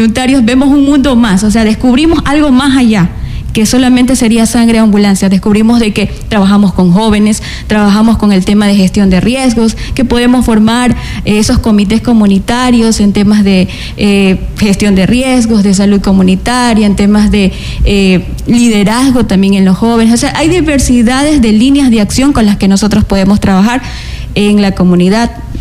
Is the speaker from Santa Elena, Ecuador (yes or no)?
yes; Salinas, Santa Elena, Ecuador; yo no pertenezco a Santa Elena, soy de Salinas